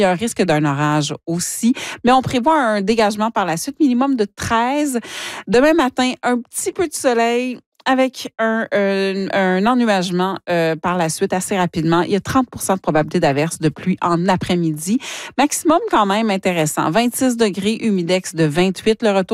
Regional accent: Ontario, Canada; Et je termine ma tournée, pourquoi pas, avec ma région natale. Allons-y avec Hearst, Kapuskasing, Singh, Cochrane, Smooth Rock Falls, donc le corridor de la route 11.

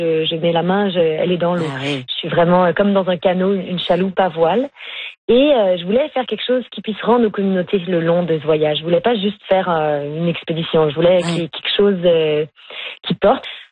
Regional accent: Montreal, Quebec, Canada; J'ai grandi au Québec et puis et à Montréal en fait

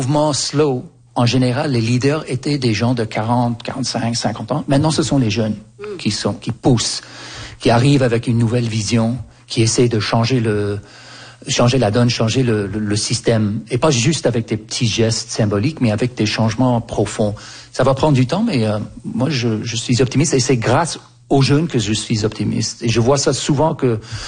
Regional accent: Canada; moi j'ai grandi au Canada et quand j'avais 4, 5, 6 ans, il y avait un bus, il y avait un agenda à l'école

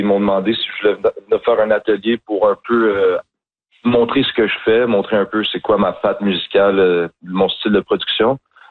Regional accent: Montreal, Quebec, Canada; Tu sais, moi, je viens de Saint-Henri. J'ai vécu autour de Saint-Henri, les derniers 14 ans de ma vie.

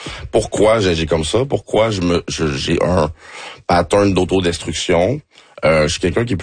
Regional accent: Montreal-Nord, Quebec, Canada; born there; Mais je suis né à Montréal-Nord, par exemple.

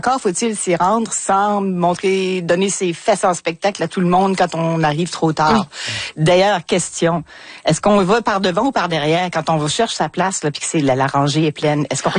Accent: Quebec, Canada; Je viens des cantons de l'Est, hein, je pense oui. que ça paraît.

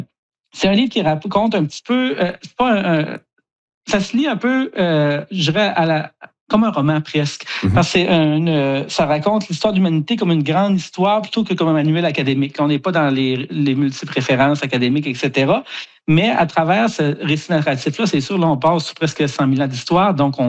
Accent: Kedgwick, New Brunswick, Canada; Puis moi, comme vous l'avez dit, j'ai grandi à Kedgwick, dans le nord du Nouveau-Brunswick.

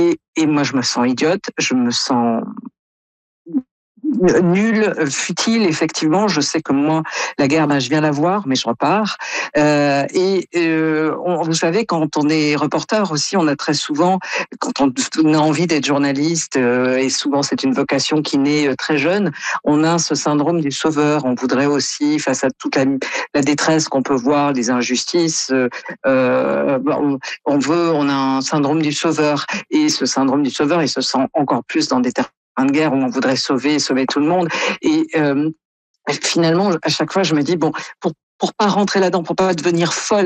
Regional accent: France; on a du mal à imaginer, quand on est Canadien ou comme moi français

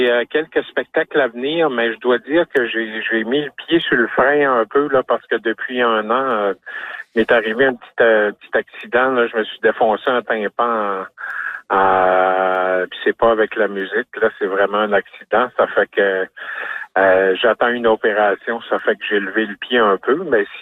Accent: Carleton-sur-Mer, Quebec, Canada; moi je suis local

